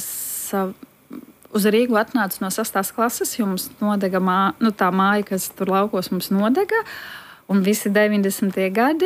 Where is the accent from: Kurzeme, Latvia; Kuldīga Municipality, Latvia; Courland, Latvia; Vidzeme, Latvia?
Vidzeme, Latvia; also born or lived in Riga; Es piedzimu Rīgā, bet uzaugu Vidzemē